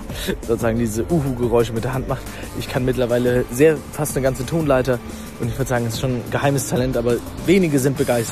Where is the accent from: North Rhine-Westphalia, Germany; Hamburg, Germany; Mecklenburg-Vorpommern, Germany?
Hamburg, Germany; ich komme aus Hamburg.